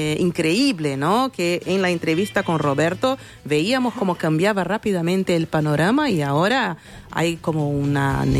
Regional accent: Brazil; No sé, claro, el calor me gusta, ¿no? Como buena brasileña, pero no a estos niveles.

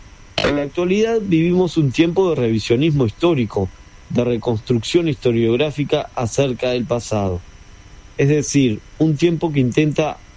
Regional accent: Uruguay; Como uruguayos, la conmemoración de la batalla de Sarandí de 1825 tiene más significancia

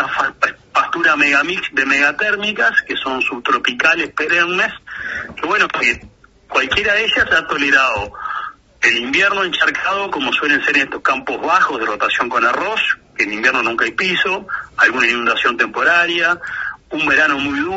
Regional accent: Uruguay

